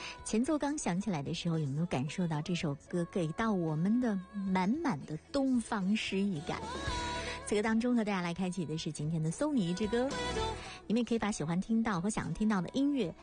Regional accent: China; 我们中国人

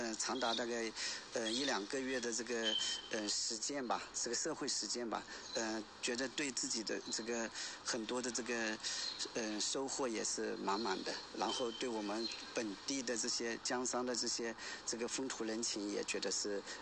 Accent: Quzhou, Zhejiang, China; moved away; 我们家乡的这个，尤其我们青湖的这些

